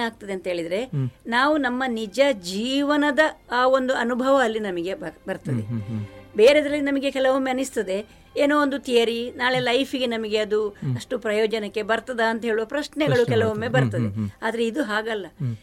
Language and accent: Kannada; Karnataka, India; also born or lived in Karkala / Mangaluru; ನಾವು ನಮ್ಮ ಊರಿನಲ್ಲೇ ಬಹಳ ಚೆನ್ನಾಗಿ ಸರ್ವೋದಯ ಹೈಸ್ಕೂಲ್ ಸುಳ್ಯಪ್ಪದವು ಅಂತ ಹೇಳಿ ಪುತ್ತೂರು ತಾಲೂಕಿನಲ್ಲಿ ಬರ್ತದೆ, ಅಲ್ಲಿ SSLCವರೆಗೆ